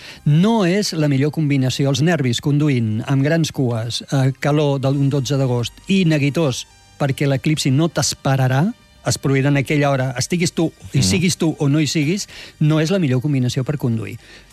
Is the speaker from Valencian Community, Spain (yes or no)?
no; Tarragona, Catalonia, Spain; born there; jo soc nascut a Tarragona i sé el que es menja allà i a les Terres de l'Ebre, la meva mare va néixer a Falset.